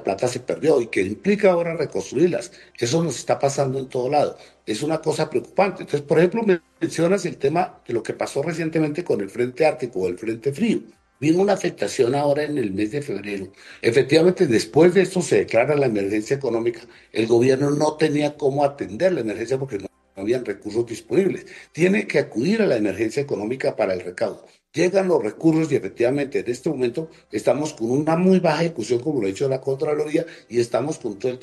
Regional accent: Colombia; Allí tenemos nosotros, es que como colombianos, hacer una veeduría que esa decisión se haga y se haga correctamente.

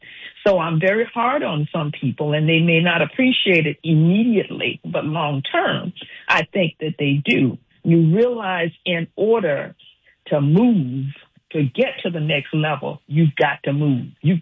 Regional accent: Johnsonville, South Carolina, United States; moved away as an adult; now in Atlanta, United States; I came from Johnsonville, South Carolina. We were sharecroppers.

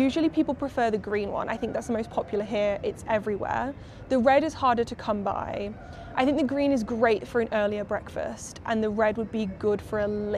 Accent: United Kingdom; moved away as an adult; now in Mexico; But for me as a British person

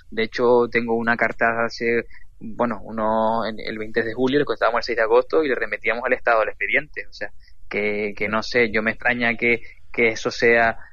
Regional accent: Canary Islands, Spain

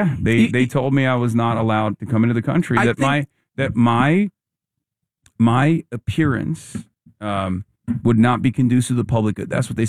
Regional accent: Turkey; moved away as an adult; also born or lived in New Brunswick, New Jersey; now in United States; Yeah, I'm an American citizen, but I grew up in Turkey until I was 18. I came here when I was 18.

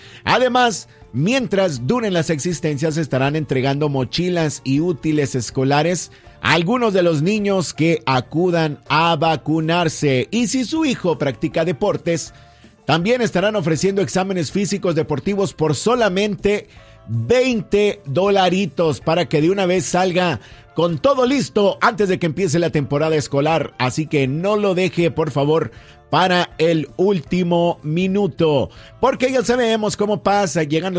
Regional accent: Mexico; como buenos mexicanos que somos, como buenos latinos que somos.

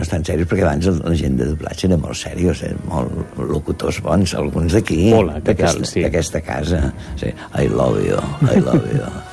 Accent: Catalonia, Spain; jo sóc català

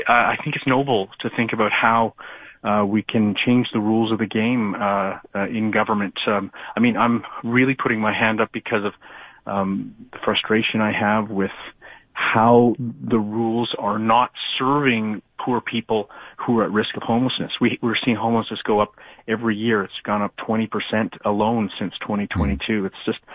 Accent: Beaconsfield, Quebec, Canada; born there; also born or lived in LaSalle / Verdun; I'm a West End kid. I'm from Beaconsfield via LaSalle and Verdun

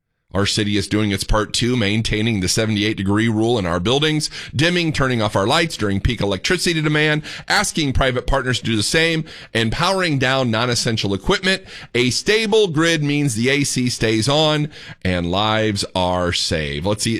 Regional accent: Indiana, United States; moved away as an adult; now in Texas, United States; I'm from Indiana. I like it cold.

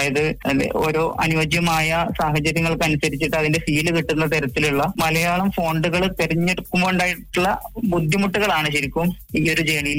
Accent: Mampad, Kerala, India; നാട്ടിൽ മലപ്പുറം ജില്ലയിലെ മമ്പാട് സ്ഥലത്താണ്

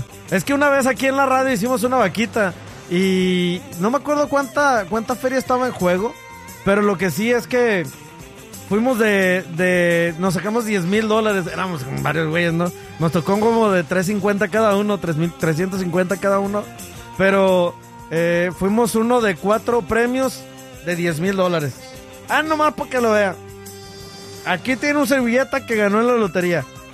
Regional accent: León, Guanajuato, Mexico; Pero es de mi tierra, de allá de León, Guanajuato.

